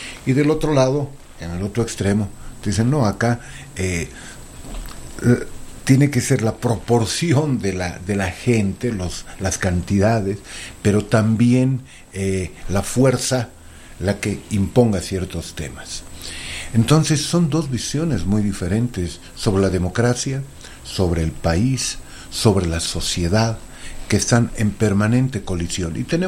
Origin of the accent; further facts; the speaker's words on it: Oruro, Bolivia; now in La Paz, Bolivia; Soy orureño, pero vivo acá hace 35 años.